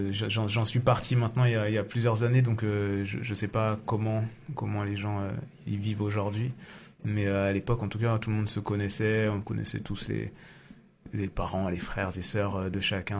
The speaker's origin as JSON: {"language": "French", "town": "Saint-Nazaire", "region": "Pays de la Loire", "country": "France", "tie": "born or raised there", "moved": "as an adult", "said": "Je suis né à Saint-Nazaire, au Petit Caporal précisément. J'ai grandi là-bas. Et voilà, j'ai 37 ans."}